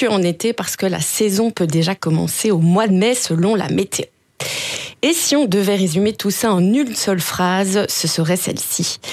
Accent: Namur, Wallonia, Belgium; Aujourd'hui, on va parler d'un trésor ben de chez nous à Namur.

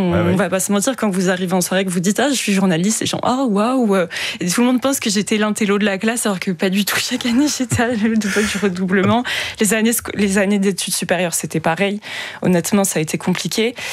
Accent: Nanterre, Île-de-France, France; also born or lived in Senlis, Picardy; on a déménagé quand j'étais petite dans le Grand Paris, donc c'était vraiment le moment où la banlieue se construisait. Donc je viens de banlieue parisienne, de côté ouest, côté Nanterre, et en fait il se trouve que j'ai vraiment grandi dans ce milieu-là

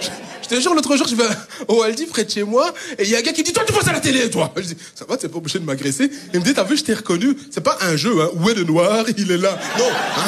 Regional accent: Kinshasa, DR Congo; born there; Tout d'abord, moi déjà, je suis né à Kinshasa, au Congo.

